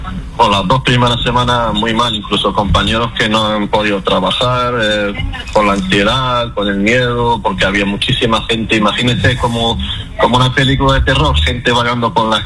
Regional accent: Ceuta, Spain; born there; yo soy de origen de abuelos marroquíes, soy nacido aquí en Ceuta, como la mitad de la población de Ceuta.

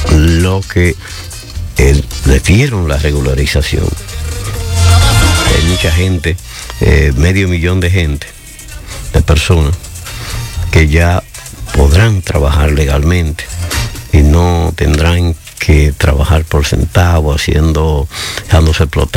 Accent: Dominican Republic; now in Madrid, Spain

